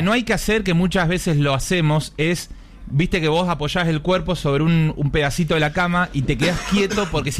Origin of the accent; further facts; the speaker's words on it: Neuquén, Argentina; Yo soy neuquino y allá es más seco.